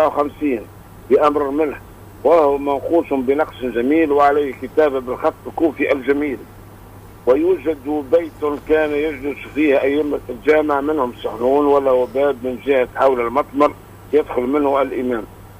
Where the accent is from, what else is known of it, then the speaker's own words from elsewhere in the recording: Tunisia; بلادنا تونس